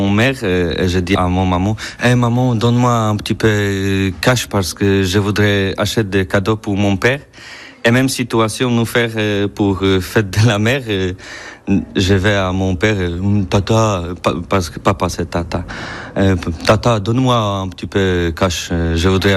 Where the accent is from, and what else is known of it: Poland; French is a second language; moved away as an adult; now in Poitiers, France